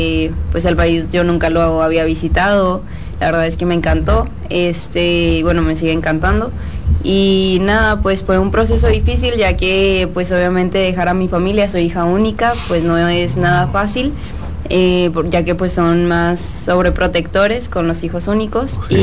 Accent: Mexico; now in Dominican Republic; estando en México siempre me ha tocado tener que luchar contra la corriente. Y pues cuando llegué aquí a la Dominicana, a República Dominicana

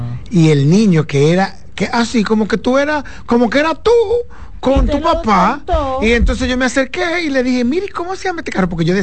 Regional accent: Cotuí, Sánchez Ramírez, Dominican Republic; en mi pueblo, a la Mata de Cotuí, al barrio Inepre

